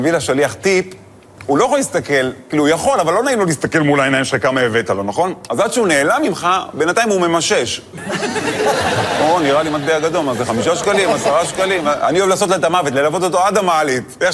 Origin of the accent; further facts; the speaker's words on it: Netanya, Central District, Israel; now in Tel Aviv, Israel; אני גדלתי בנתניה, לא יצא לי, בחיים לא היה לי שליח בבית, כי אמא טריפוליטאית